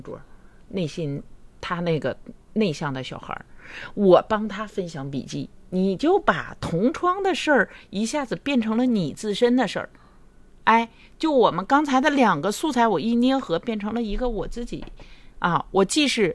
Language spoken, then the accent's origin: Chinese; Harbin, Heilongjiang, China; 咱家乡啊，咱哈尔滨啊